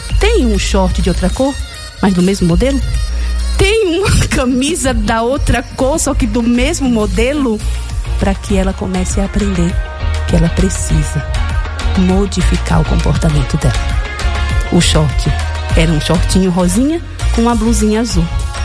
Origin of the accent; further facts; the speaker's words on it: Northeast Region, Brazil; E eu sou nordestina? É!